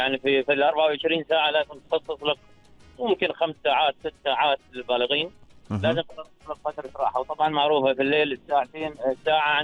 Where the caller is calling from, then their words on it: Falaj Al Qabail, North Al Batinah, Oman; والله حاليا في بلادك الثانية، فلك القبائل.